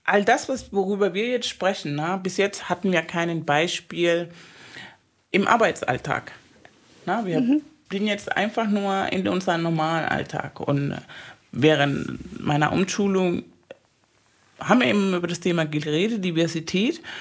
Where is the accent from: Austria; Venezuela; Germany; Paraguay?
Venezuela; moved away; Ich bin ja aus Venezuela